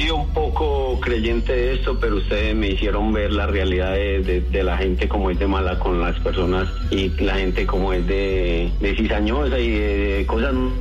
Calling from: El Retiro, Antioquia, Colombia; Yo soy del Retiro … el que fue del Retiro.

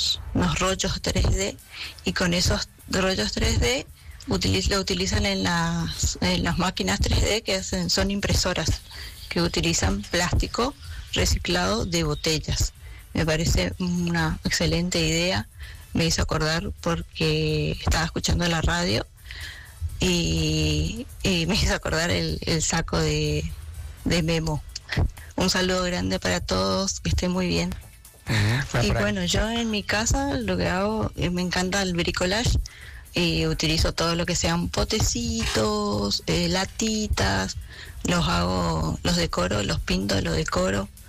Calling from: Argentina; de Argentina

